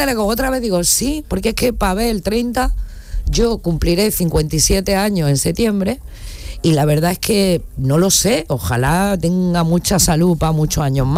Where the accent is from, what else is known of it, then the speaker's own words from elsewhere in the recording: La Zubia, Andalusia, Spain; me presenté con un seudónimo al cartel del carnaval de mi pueblo, que es La Zubia, en Granada.